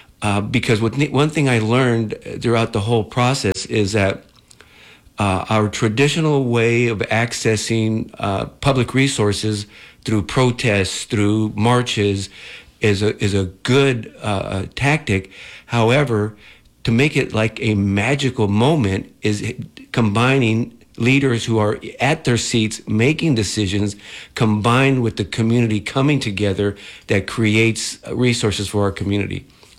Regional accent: San Jose, California, United States; I grew up on the East Side

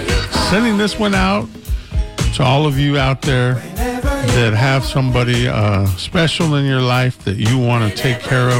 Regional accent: Watsonville, California, United States; the lead singer of … From Watsonville, born and raised in Watsonville, California.

